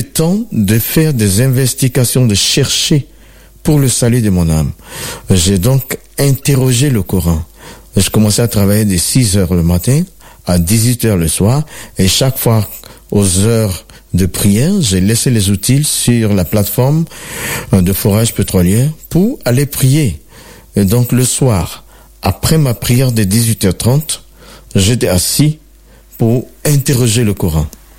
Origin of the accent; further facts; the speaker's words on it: Côte d’Ivoire; je suis originaire de la Côte d'Ivoire. … qui était imam. Mon grand-père était imam, il y avait 12 de mes oncles qui étaient des imams.